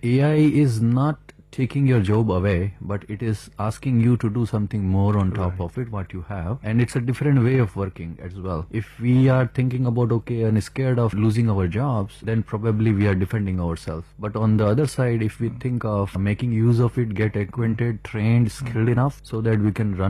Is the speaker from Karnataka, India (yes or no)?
no; Udaipur, Rajasthan, India; moved away as an adult; now in United States; when I grew up in Udaipur and studied there, and then later for the job reason I had to move from Udaipur to different places